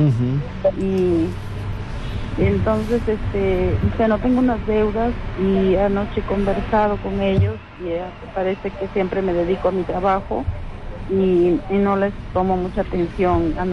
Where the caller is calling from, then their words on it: Cajamarca, Peru; De Cajamarca.